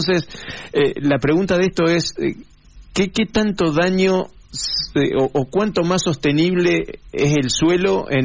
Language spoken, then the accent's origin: Spanish; Concordia, Entre Ríos, Argentina; yo soy de Concordia, muchos lo saben, y mis padres son de Urdinarrain